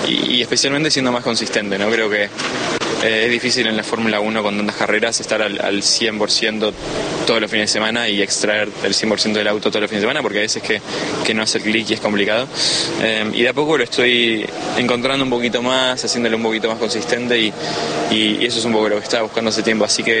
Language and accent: Spanish; Argentina; demostrar que soy argentino, que estoy muy orgulloso de serlo y de llevar esa bandera argentina por la pista